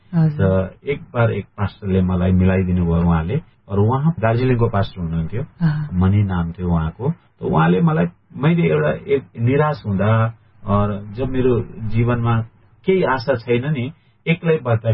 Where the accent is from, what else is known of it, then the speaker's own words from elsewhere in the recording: Birkot, Lumbini Province, Nepal; now in India; मेरो गाउँ बिरकोट हो, जिल्ला पाल्पा हो, र म त्यतिखेर सानै थिएँ, त्यो आमा बित्नु भयो, र आमा बितेर फेरि बुवाले अर्को बिहा गर्नुभयो।